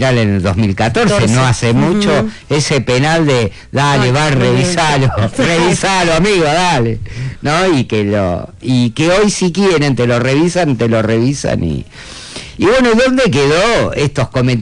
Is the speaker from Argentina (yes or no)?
yes; Argentina; uno está cansado como argentino.